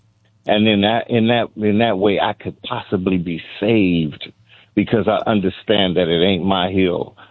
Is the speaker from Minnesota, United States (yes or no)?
no; Chicago, Illinois, United States; accent: Chicago; I got to go back to my Chicago dialect because I'm from Chi.